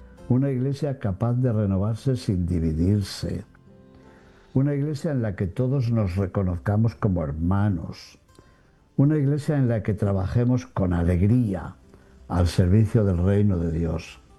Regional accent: Cantabria, Spain; en mi tierra, sobre todo en Cantabria dirían cosucas

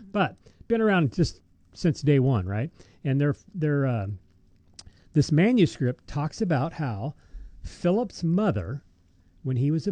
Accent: Alabama, United States; growing up in Alabama

